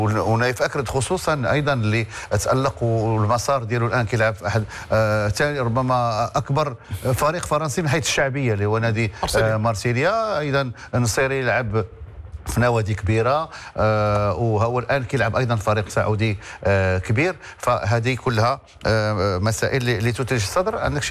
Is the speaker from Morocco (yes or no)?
yes; Morocco; احنا من المغرب